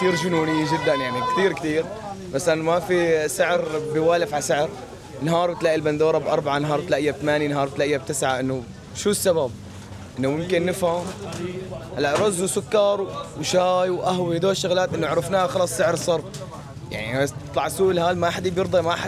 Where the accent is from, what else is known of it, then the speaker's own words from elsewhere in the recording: Syria; صرنا يعني عيب الواحد ان احنا سوريين انه نسعر على الدولار